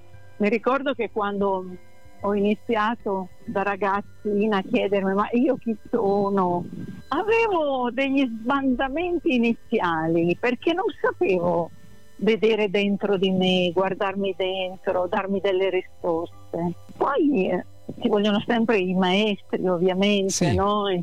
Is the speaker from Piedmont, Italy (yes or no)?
yes; Turin, Piedmont, Italy; now in Rome, Italy; essendo io torinese, vivendo a Roma